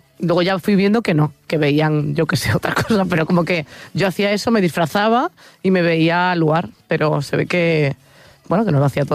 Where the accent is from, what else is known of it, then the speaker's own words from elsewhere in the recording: Santa Cruz, Galicia, Spain; ella justo me dijo que como habían venido a las fiestas de Santa Cruz, que es de mi pueblo, hace no sé cuántos años...